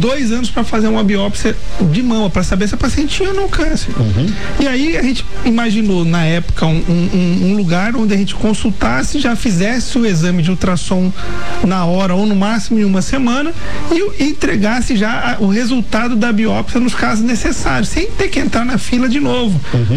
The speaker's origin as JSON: {"language": "Portuguese", "town": "Corumbá", "region": "Mato Grosso do Sul", "country": "Brazil", "tie": "born or raised there", "said": "em Corumbá, que é minha terra natal"}